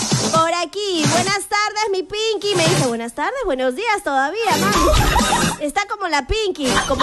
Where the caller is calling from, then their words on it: Trujillo, La Libertad, Peru; Buenos días, Radio Estrella. … Soy de Alto Trujillo. Anóteme para los premios.